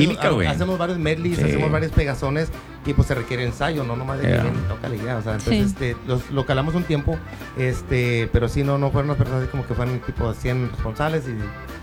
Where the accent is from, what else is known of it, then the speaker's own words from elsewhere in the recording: Veracruz, Mexico; yo soy de Veracruz, entonces allá en la casa de Veracruz, música era lo que...